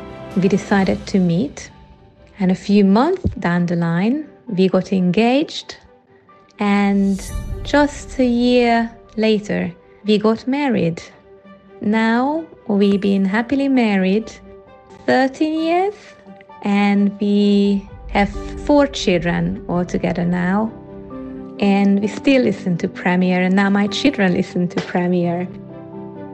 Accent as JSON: {"language": "English", "country": "Hungary", "moved": "as an adult", "lives_now": "London, United Kingdom", "said": "I moved to London from Hungary in 2005 with my two young children."}